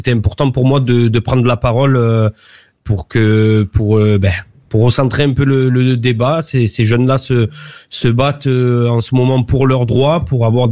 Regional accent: Marseille, Provence-Alpes-Côte d'Azur, France; nous, en tant que Marseillais, enfants de Marseille, enfants de la France

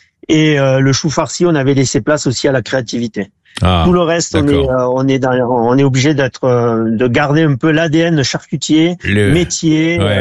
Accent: Occitanie, France; à Perpignan, à Ponteia, juste à côté de Perpignan, un petit village, mon village natal.

